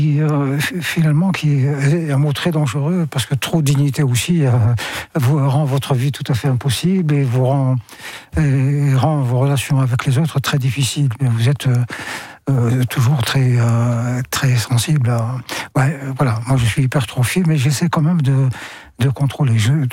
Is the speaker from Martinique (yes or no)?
no; Algeria; now in France; Alors, je réagissais en tant qu'Algérien